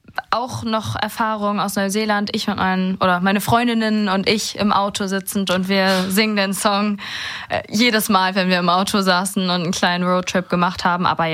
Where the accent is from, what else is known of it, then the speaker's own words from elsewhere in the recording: Northern Germany, Germany; Ich bin an der Ostsee aufgewachsen.